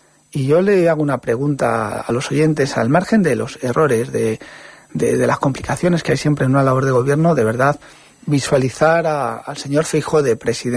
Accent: Spain; Y se me abren las carnes como ciudadano español, no como político del PSOE.

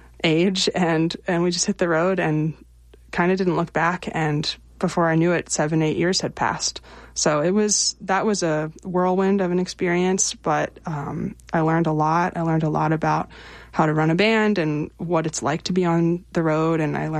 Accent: Pennsylvania, United States; Pennsylvania, which is my hometown.

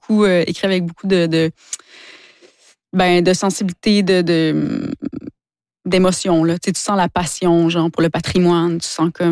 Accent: Quebec, Canada; born or raised there

